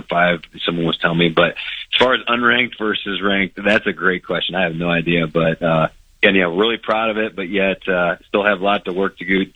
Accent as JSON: {"language": "English", "region": "Ohio", "country": "United States", "said": "I'm not from Iowa. I'm from Ohio, but I had heard about Northern Iowa living in Ohio"}